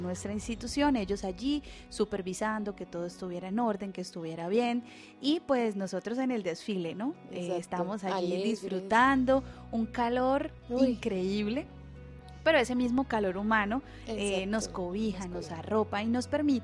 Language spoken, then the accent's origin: Spanish; Colombia